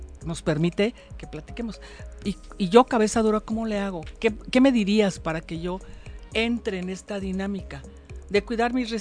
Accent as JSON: {"language": "Spanish", "region": "Guerrero", "country": "Mexico", "tie": "born there", "said": "yo soy costeña nacida en Guerrero y no me afrento desde lo que soy."}